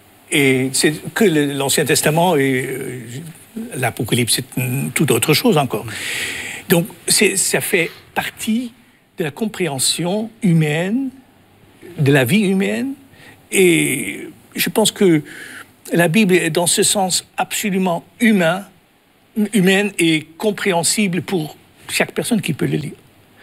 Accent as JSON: {"language": "French", "country": "Netherlands", "first_language": "Dutch", "second_language": "French", "said": "je suis néerlandais."}